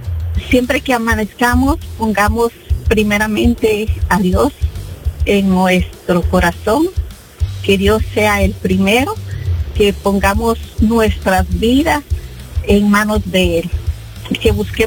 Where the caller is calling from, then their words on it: Cuba; soy cubana